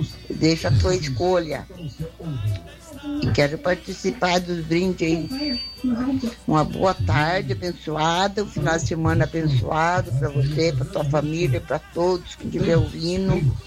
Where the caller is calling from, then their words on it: Brazil; ali do Santos, moro aqui no loteamento MR.